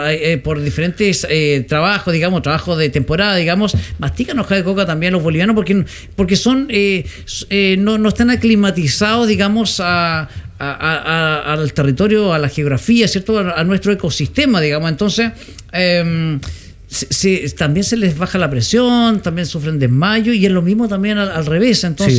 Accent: Chile

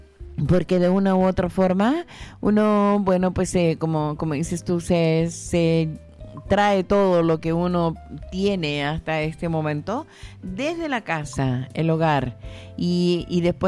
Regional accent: Santa Cruz, O'Higgins, Chile; En Santa Cruz. Sí, correcto, mi ciudad natal.

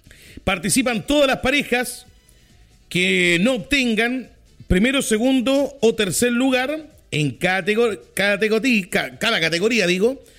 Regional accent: Chile; Mira, me encanta la cueca. Soy chileno, me encanta la cueca.

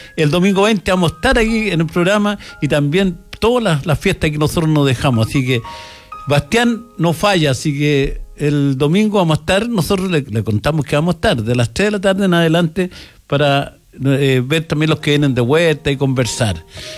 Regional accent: Chile; estamos en fiestas patrias, somos chilenos también, ¿no es cierto?

